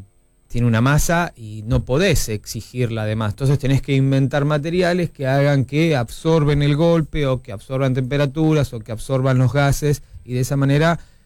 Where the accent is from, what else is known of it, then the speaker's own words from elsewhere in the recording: Argentina; now in United Kingdom; él me veía como el argentino chiquito